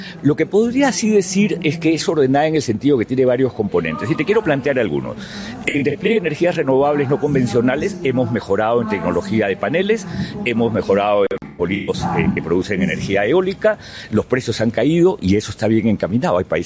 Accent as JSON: {"language": "Spanish", "country": "Colombia", "said": "Para mí un placer, un gusto estar en mi país, en Colombia y en Medellín, que es una bella ciudad."}